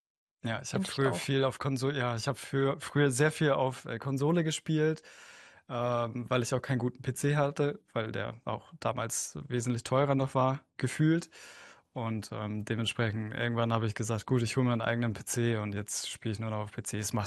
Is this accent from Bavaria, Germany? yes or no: no; Schwerin, Mecklenburg-Vorpommern, Germany; Ich komme aus Schwerin, in Mecklenburg-Vorpommern.